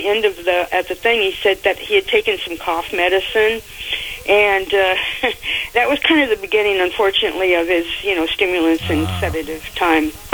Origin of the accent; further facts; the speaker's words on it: Inglewood, California, United States; And I grew up in Inglewood, down in Southern California in the South Bay area, which was part of the beach town. So I was about 7 miles from the beach.